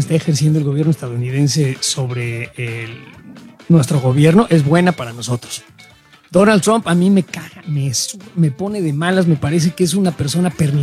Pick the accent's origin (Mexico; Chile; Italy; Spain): Mexico